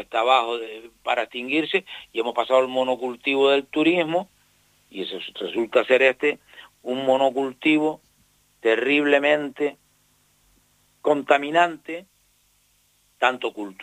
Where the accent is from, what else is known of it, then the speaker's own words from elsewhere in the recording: Canary Islands, Spain; nuestro origen y nuestra entrada como pueblo canario